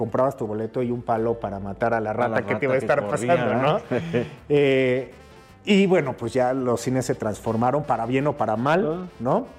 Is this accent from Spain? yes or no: no; Mexico; la admiración por uno mismo como mexicano